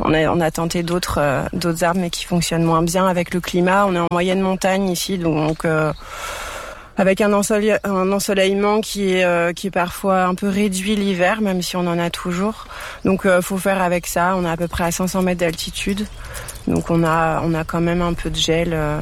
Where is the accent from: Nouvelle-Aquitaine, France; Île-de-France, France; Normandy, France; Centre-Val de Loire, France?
Île-de-France, France; Paris; Moi, je viens de Paris.